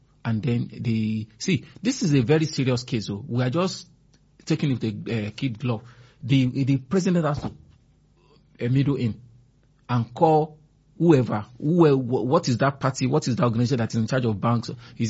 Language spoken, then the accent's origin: English; Nigeria